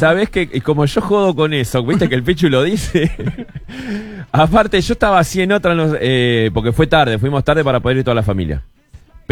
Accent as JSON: {"language": "Spanish", "town": "Bella Unión", "region": "Artigas", "country": "Uruguay", "tie": "born or raised there", "moved": "yes", "lives_now": "Maldonado, Uruguay", "said": "Yo, cuando yo nací en la gloriosa República de Bella Unión, ¿no? Que ya lo digo siempre. Nacés. Desde que sos bebé, y después como a los 4 o 5 años te enterás que sos uruguayo."}